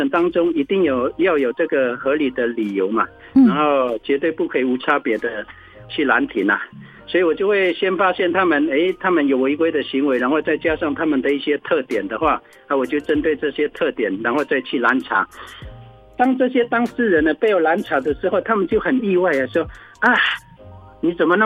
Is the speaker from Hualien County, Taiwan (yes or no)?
yes; Hualien County, Taiwan; now in Taipei, Taiwan; 我是来自花莲布农族的，